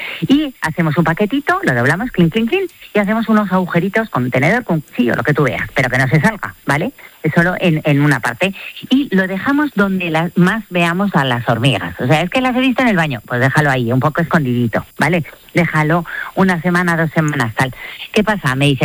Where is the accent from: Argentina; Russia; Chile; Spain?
Spain